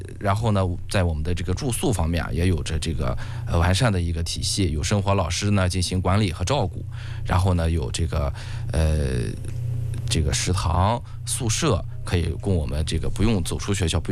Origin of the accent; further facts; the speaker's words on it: Guyuan, Ningxia, China; born there; 我呢是出生在宁夏南部山区的固原市的西吉县，那么呢是还是比较欠发达的一个地区。